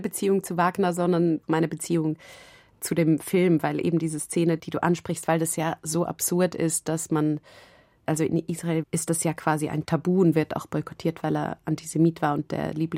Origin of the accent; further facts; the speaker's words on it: Zurich, Switzerland; now in Vienna, Austria; Und klar, Zürich wird immer meine Heimat in dem Sinn bleiben. Und ich bin aber auch sehr angekommen hier. Und Wien liebe ich einfach als Stadt.